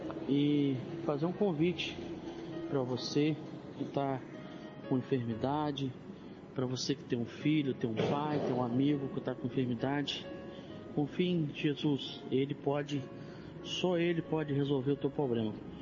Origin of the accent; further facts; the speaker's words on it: Duas Barras, Rio de Janeiro, Brazil; eu sou aqui de Duas Barras, interior do Rio de Janeiro.